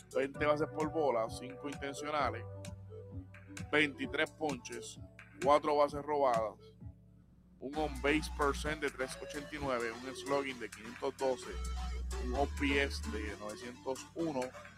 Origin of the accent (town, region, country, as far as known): Puerto Rico